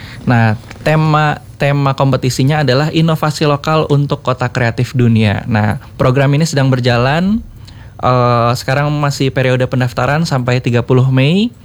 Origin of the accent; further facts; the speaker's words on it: Bogor, West Java, Indonesia; kita sebagai anak muda Bogor